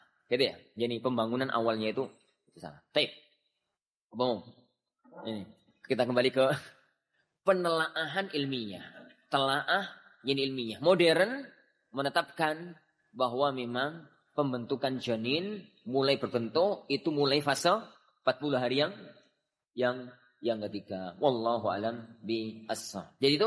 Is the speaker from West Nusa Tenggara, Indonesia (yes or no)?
no; Gresik, East Java, Indonesia; dari mana?" "Jawa Timur." "Surabaya?" "La ya Syekh, Gresik."